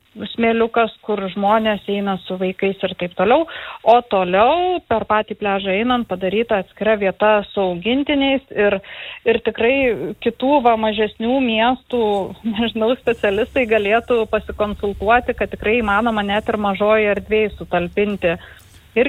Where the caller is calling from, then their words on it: Kaunas, Kaunas County, Lithuania; pati esu kaunietė